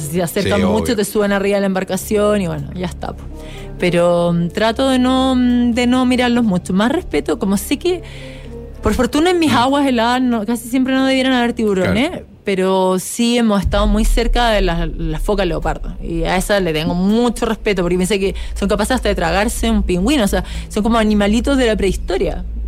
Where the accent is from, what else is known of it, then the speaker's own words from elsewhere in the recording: Chile; sigo siendo la única chilena que cruzó el Canal de la Mancha